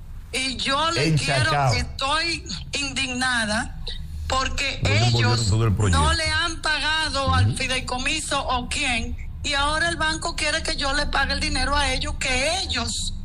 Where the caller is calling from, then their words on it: Dominican Republic; ¿Dónde están mis derechos como ciudad, como dominicana?